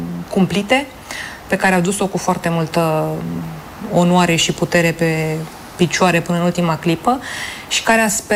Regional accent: Bucharest, Romania; deși eu am fost bucureștean, că m-am născut în București, am trăit în București, eu am simțit că am aparținut mai mult acelui loc.

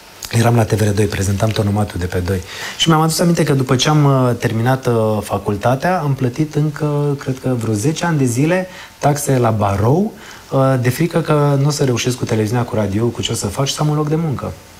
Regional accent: Târgu Jiu, Gorj County, Romania; moved away as an adult; now in Bucharest, Romania; o mă apropii de 50 de ani, mâine, poi mâine, am 48, îmi dau seama că a te întoarce în locul unde ai copilărit, în locul unde te-ai născut, e un sentiment aparte, pe care nu-l aveam când am venit la facultate în București și mă întorceam în Târgu Jiu

